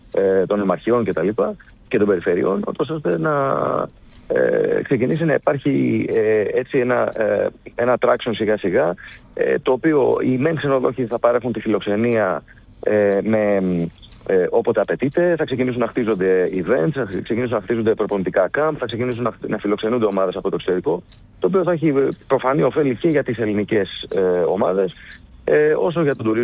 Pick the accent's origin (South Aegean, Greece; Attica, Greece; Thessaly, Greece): Thessaly, Greece; Skiathos; ζήτησα αυτή η συμφωνία να ανακοινωθεί από τη Σκιάθου, από το νησί μου, ώστε να ξεκινήσει αυτό το καινούργιο πράγμα που πάει να χτιστεί από τον τόπο μου.